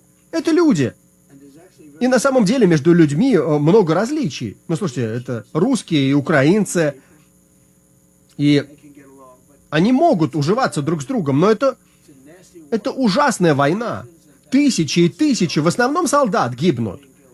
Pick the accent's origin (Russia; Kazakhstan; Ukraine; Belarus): Ukraine; Украинская служба радио «Свободная Европа». Я из Украины.